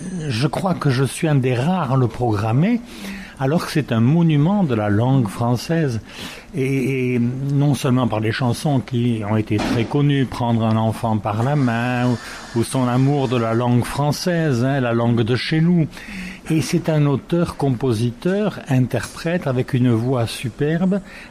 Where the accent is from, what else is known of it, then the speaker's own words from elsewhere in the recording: Tarbes, Occitanie, France; Moi j'ai été élevé à Tarbes, je suis né à Tarbes, j'avais une mère très pratiquante